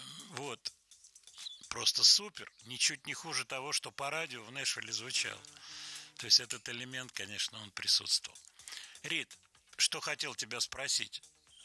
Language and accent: Russian; Russia; я автор там, из России